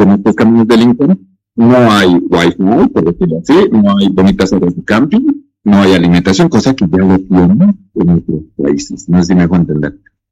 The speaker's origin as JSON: {"language": "Spanish", "country": "Bolivia", "said": "También nosotros como bolivianos ir a Perú"}